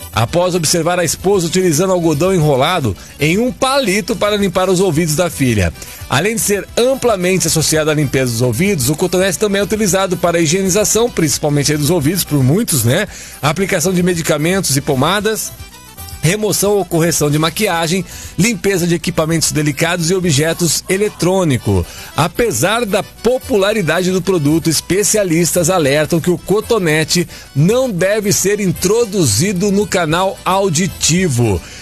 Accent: Araras, São Paulo, Brazil; Araras, a minha terra natal, né? Cidade interior aqui de São Paulo

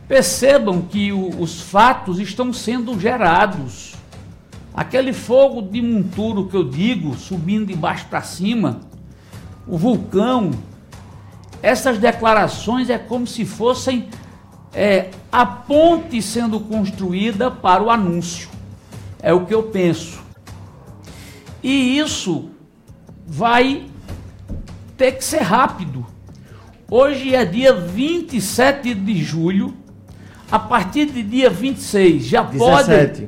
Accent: Cajazeiras, Paraíba, Brazil; moved away; Cidadão que saiu de onde eu saí, lá de Cajazeiras, começando numa rádio comunitária

